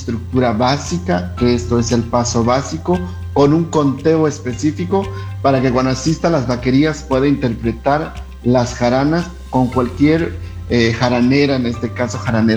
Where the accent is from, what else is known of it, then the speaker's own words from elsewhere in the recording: Santa Teresa, Yucatán, Mexico; soy originario de Santa Teresa, Coahuila, una comunidad, municipio de Maxcanú, obviamente del estado de Yucatán.